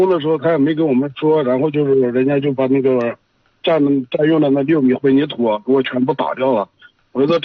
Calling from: Jiang County, Shanxi, China; 绛县，运城绛县那边。

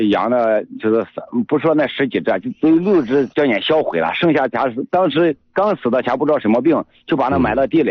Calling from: Linyi County, Shanxi, China; 我是临沂县庙上乡吉陵村的。

